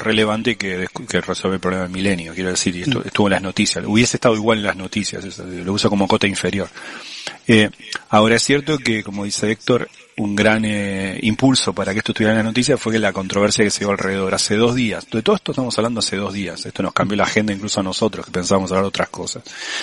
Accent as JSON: {"language": "Spanish", "country": "Argentina", "said": "yo como argentino uso un solo apellido"}